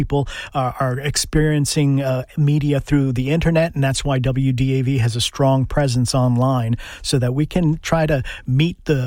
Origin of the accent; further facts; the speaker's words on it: Bronx, New York, United States; You know, if it hadn't been for radio when I was growing up in the South Bronx, I would not have discovered classical music.